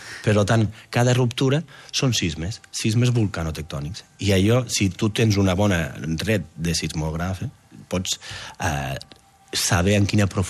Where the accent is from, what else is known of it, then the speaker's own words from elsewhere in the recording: Batea, Catalonia, Spain; Jo de Batea, que som de secar, que no hi ha volcans, però sí, ha anat així.